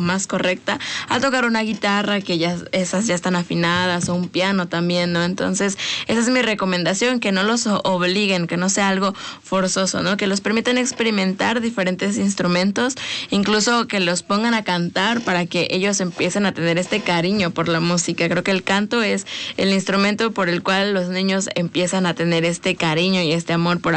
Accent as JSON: {"language": "Spanish", "country": "Mexico"}